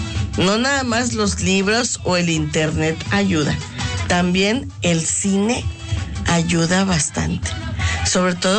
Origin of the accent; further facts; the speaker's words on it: Puebla, Mexico; somos mexicanos, somos poblanos